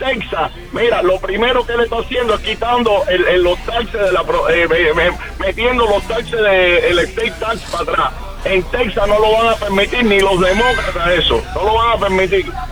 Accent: Cuba; moved away; No, yo vine de Cuba huyendo a la comunidad.

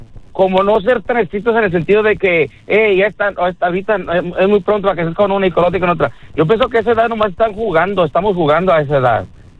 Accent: Mexicali, Baja California, Mexico; also born or lived in Michoacán; Sí, o sea, Michoacán, pero criado en Mexicali, por eso tengo un acento entre...

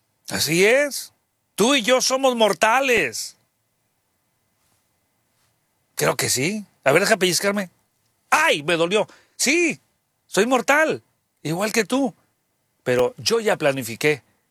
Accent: Mexico

